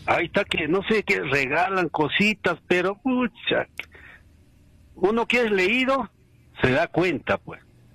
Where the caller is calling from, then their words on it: Puno, Peru; en Moravia